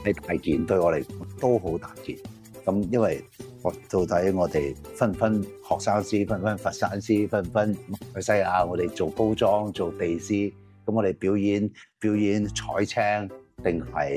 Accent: Hong Kong; 作為一個真係本土土生土長香港人

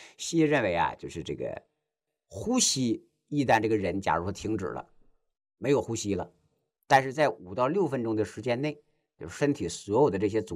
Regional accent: China; 我们中国人喜欢用个词儿叫什么？叫气绝身亡。

